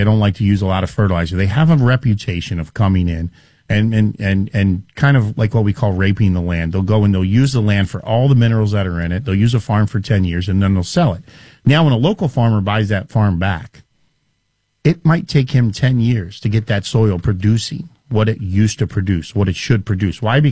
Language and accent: English; New Jersey, United States; now in Wisconsin, United States; I grew up in New Jersey.